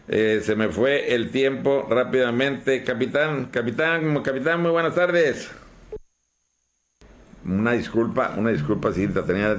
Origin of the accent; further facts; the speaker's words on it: Mexico; la gente, mucha gente, como buenos mexicanos, estamos tomando muy a la ligera la situación del niño